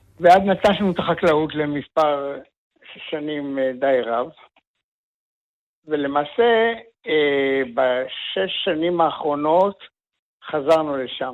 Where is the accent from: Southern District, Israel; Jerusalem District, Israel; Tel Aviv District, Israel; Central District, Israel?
Central District, Israel; Ramat HaKovesh; אני נולדתי בקיבוץ רמת הכובש לפני 76 שנה, ובעצם גדלתי שם, הכרתי את אשתי שם